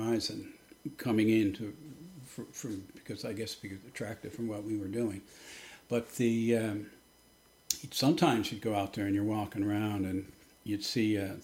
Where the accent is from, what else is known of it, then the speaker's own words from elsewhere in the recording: St. John's, Newfoundland and Labrador, Canada; I grew up in St. John's, but my father was from Woody Point